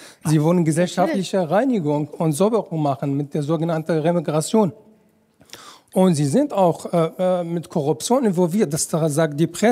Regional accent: Syria; German is a second language; now in Germany; Ich komme aus Syrien. Ich bin in einer Diktator geboren und aufgewachsen.

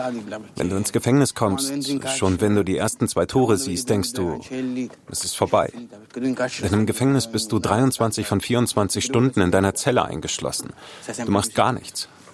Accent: Naples, Campania, Italy; Ich komme aus Campia. Das Viertel ist ziemlich bekannt. Nicht wegen der schönen Dinge, sondern wegen der schlechten.

